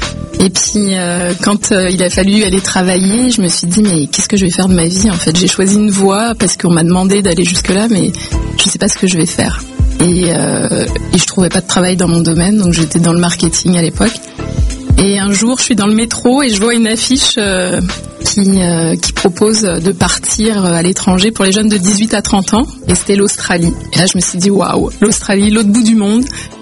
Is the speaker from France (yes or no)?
yes; Aubervilliers, Île-de-France, France; moved away as an adult; also born or lived in La Courneuve; j'ai grandi à Aubervilliers et à La Courneuve, mes deux villes... de cœur de ma jeunesse jusqu'à 25 ans. Je suis d'origine algérienne.